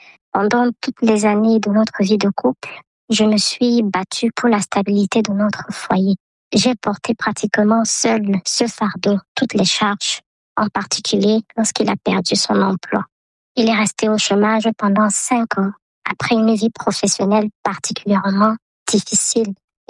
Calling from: Nkongsamba, Littoral, Cameroon; J'ai 43 ans. Je vis à Nkosamba, au Cameroun.

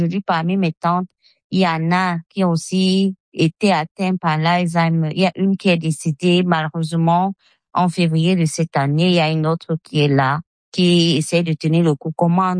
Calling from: Douala, Littoral, Cameroon; je vis à Douala, au Cameroun.

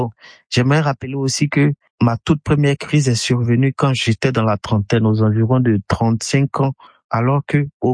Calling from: Abidjan, Côte d’Ivoire; j'appelle depuis Abidjan et j'ai 39 ans.

